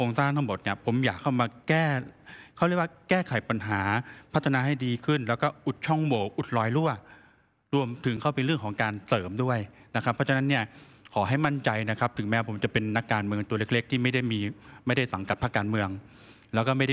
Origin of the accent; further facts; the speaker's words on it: Bangkok, Thailand; ผมเกิดที่กรุงเทพโตที่กรุงเทพ